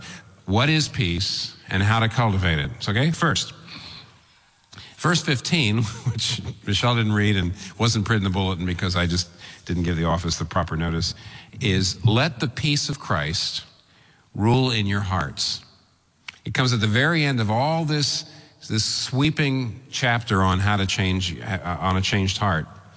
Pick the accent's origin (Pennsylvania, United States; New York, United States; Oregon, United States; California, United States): Pennsylvania, United States; moved away; I'm from Pennsylvania.